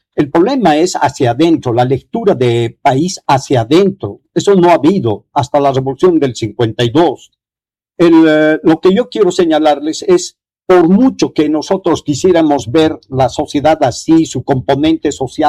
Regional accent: Bolivia

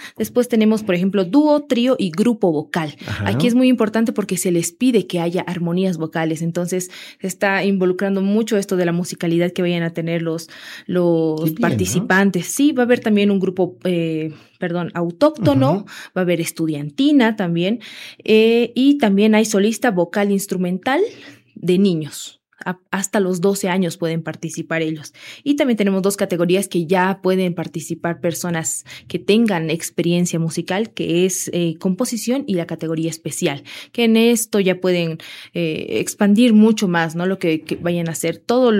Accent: Bolivia; apoyar como bolivianos

